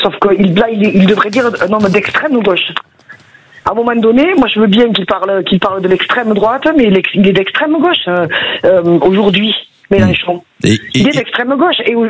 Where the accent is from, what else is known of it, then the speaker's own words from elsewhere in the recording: France; suis fille d'immigrés et petite fille d'immigrés du côté de ma mère. Vous voyez ce que je veux dire ? Je suis une Française parce que par les papiers.